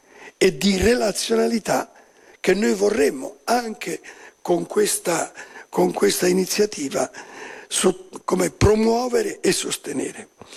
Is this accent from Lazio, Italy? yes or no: no; Sicily, Italy; Anch'io sono siciliano, ormai mi devo chiedere.